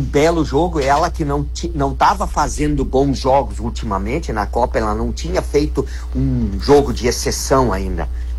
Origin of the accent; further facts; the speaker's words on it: Brazil; nós brasileiros